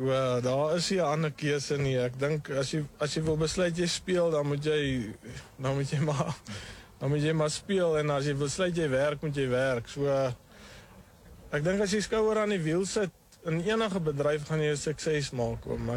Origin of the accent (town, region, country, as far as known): Eastern Cape, South Africa; born or raised there